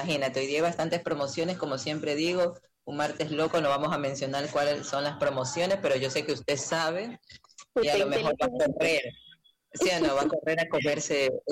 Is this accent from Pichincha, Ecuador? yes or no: no; Guayaquil, Guayas, Ecuador; como buenas ecuatorianas guayaquileñas